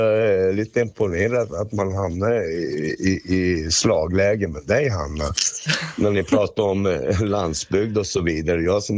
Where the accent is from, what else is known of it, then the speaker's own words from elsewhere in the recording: Luleå, Norrbotten County, Sweden; Ja, sen är jag från Luleå. Och då kan jag låta som en norrbottning också.